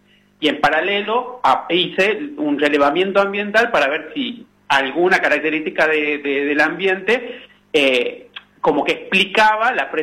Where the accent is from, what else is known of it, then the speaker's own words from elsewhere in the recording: Tucumán, Argentina; por lo menos en el norte, no dije, pero yo soy de Tucumán